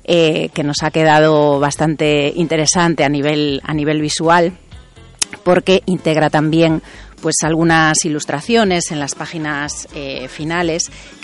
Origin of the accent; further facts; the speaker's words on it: Ferrol, Galicia, Spain; yo soy de Ferrol.